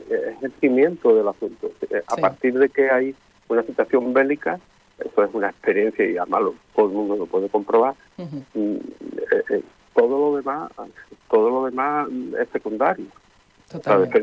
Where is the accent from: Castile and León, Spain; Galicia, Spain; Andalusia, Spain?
Andalusia, Spain; Como somos los andaluces.